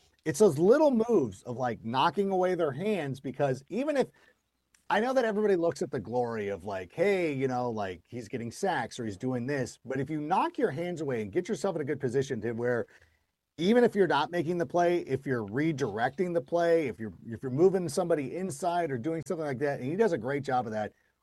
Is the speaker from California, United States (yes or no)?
yes; California, United States; It's from my hometown. Miguel's Jr., Don Ramon's, anybody in the Southern California area.